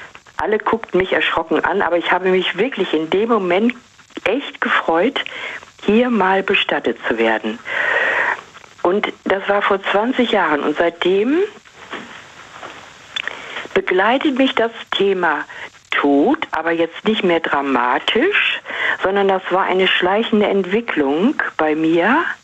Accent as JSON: {"language": "German", "town": "Vlotho", "region": "North Rhine-Westphalia", "country": "Germany", "tie": "born or raised there", "said": "Ich bin also praktisch wieder zurückgegangen, mhm, so einen Schritt in meine Heimat und habe mich da sau wohl gefühlt, auch wenn ich die Stadt Floto, da bin ich ab und zu mal reingefahren in die Stadt Floto, wo ich auch meine Jugend verbracht habe"}